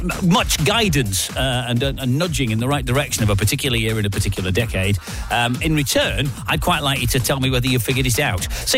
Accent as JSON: {"language": "English", "region": "the north of England", "country": "United Kingdom", "tie": "born or raised there", "said": "Obviously, as a Northerner, born and bred"}